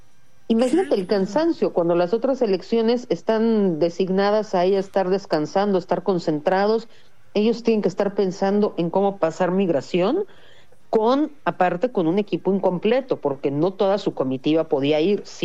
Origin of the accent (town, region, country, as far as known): Mexico